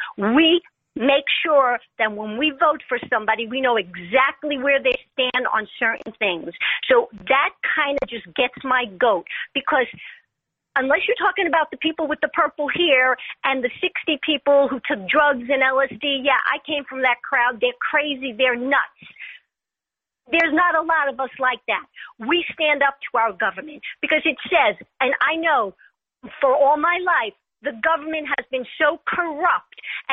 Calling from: New York, United States; I'm from New York.

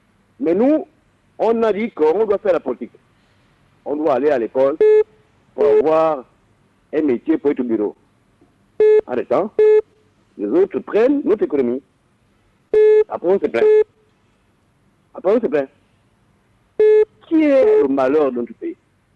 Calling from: Gabon

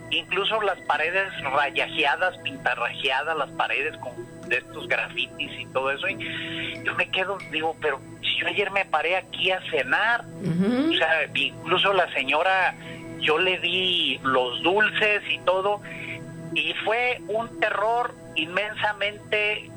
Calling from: Jalisco, Mexico; Yo soy del estado de Jalisco y pues para allá, para el rumbo de San Juan de los Lagos, se usa mucho los dulces de leche.

